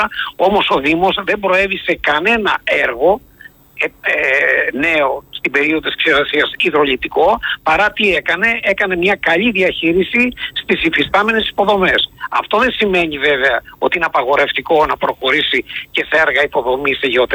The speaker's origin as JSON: {"language": "Greek", "region": "Peloponnese", "country": "Greece", "tie": "born or raised there", "said": "θα σας πω για την πατρίδα μου τη Μάνη, το Δήμο Ανατολικής Μάνης"}